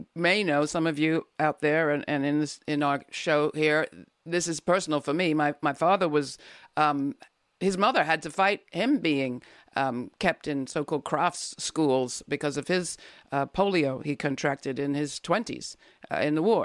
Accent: England, United Kingdom; a lot of people where I grew up in England looked at it and said, oh, how fantastic.

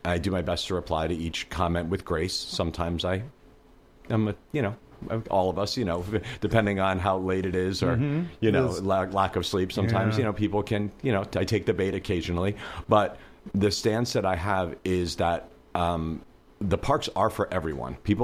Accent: East Coast, United States; moved away as an adult; also born or lived in Brooklyn; now in Ashland, United States; So we were living in Brooklyn. I grew up on the East Coast

